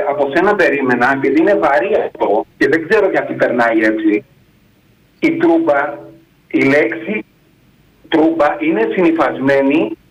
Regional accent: Greece; επειδή είμαι Έλληνας και νιώθω ότι είμαι και εγώ Ευρωπαίος επειδή είμαι Έλληνας

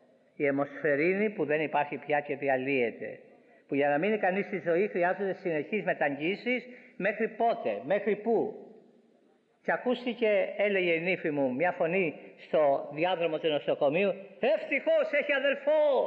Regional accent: Corfu, Ionian Islands, Greece; το εδάφιο που με έφερε στο Χριστό το Γενάρη του 43 στο νησί μου στη Γέρκυρα

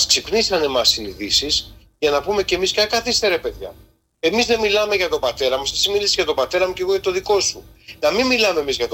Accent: Greece; Εγώ είμαι Έλληνας και Έλληνας θέλω να πεθάνω.

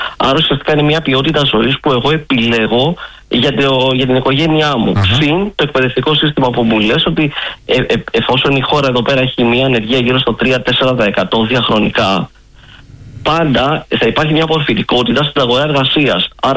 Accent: Greece; moved away as an adult; now in Malta

